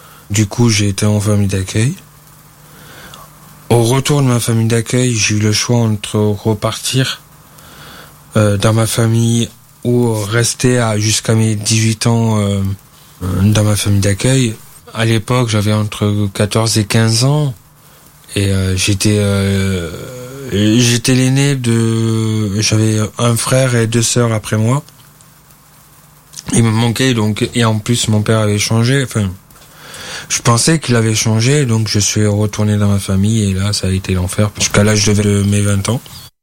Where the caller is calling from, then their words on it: Bayonne, Nouvelle-Aquitaine, France; j'ai 30 ans, je travaille dans les espaces verts, j'habite à Bayonne.